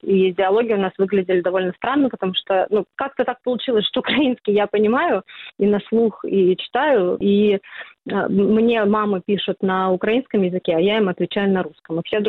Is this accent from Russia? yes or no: yes; Russia; now in Estonia; И когда они узнавали, что мы из России, у нас там ну, дети замыкались на какое-то время, им нужно было смириться, привыкнуть, что вот ну, мы из России